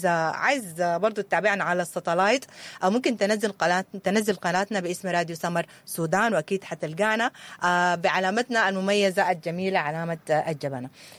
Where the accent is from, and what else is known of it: Sudan